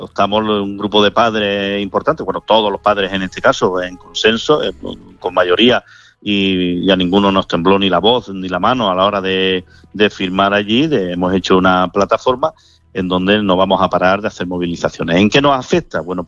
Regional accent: Torres de Albanchez, Andalusia, Spain; Mi pueblo es Torres de Arbanchez

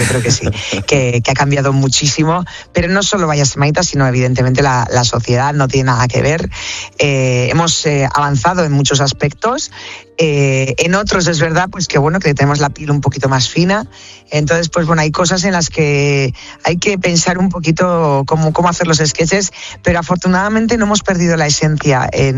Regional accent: Basque Country, Spain; lo que ahora veis que somos los vascos

